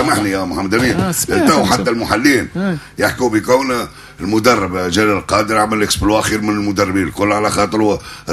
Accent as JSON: {"language": "Arabic", "country": "Tunisia", "said": "احنا بالنسبه لنا احنا كشعب تونسي احنا نشنزوا كاس عالم"}